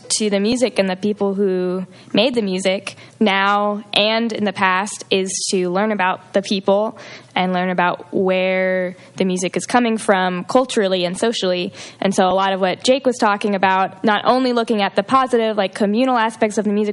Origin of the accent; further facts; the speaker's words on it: Oregon, United States; I'm an outsider. I'm from Oregon.